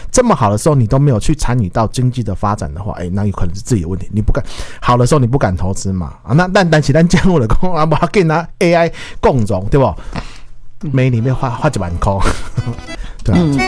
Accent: Kaohsiung, Taiwan; 钱没有那么多，资源没有那么多，但是我们高雄人

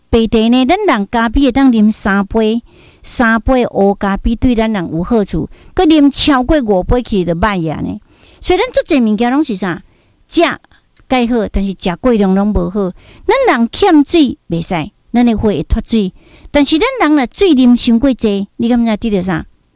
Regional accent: Daegu, North Gyeongsang, South Korea; 我的故乡在大邱，因为我是大邱人哈。

